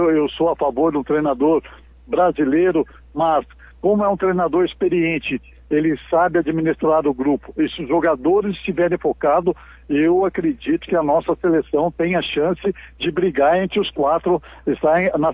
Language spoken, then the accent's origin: Portuguese; Brazil; nós como brasileiros estamos na torcida.